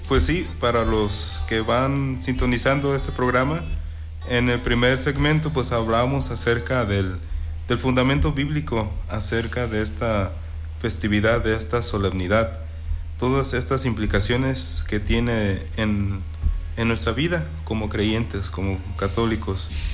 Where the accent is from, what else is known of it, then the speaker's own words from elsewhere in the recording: Mexico; una tradición que nosotros como pueblo mexicano hemos asumido a lo largo de varios siglos